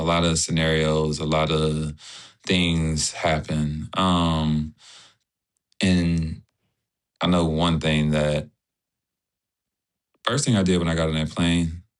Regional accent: United States; we're all American. At the end of the day, that flag represents every single one of us. And I'm proud to have that flag, just like everybody else.

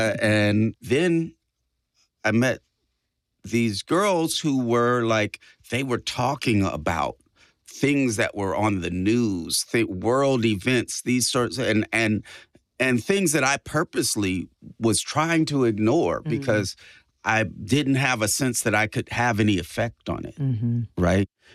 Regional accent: California, United States; obviously, I come from the Bay Area, so I'm going to shoot shots on that behalf.

